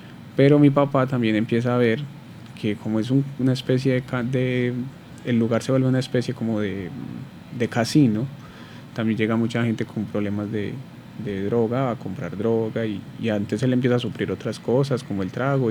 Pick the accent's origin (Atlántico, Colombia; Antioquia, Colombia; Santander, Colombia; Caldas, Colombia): Antioquia, Colombia; Medellín; yo soy de la Comuna 13, de aquí de la ciudad de Medellín, del barrio Belencito, en la parte, pues, no tan arriba, pero sí cerca del Belencito Corazón.